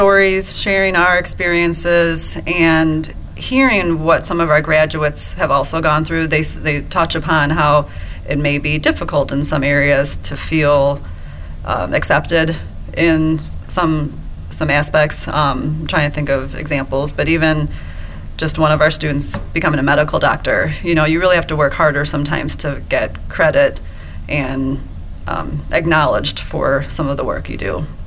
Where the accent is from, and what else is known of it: Ottawa, Illinois, United States; born or raised there